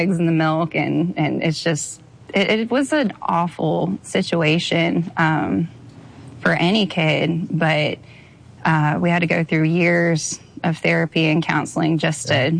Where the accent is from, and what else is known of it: Brea, California, United States; born or raised there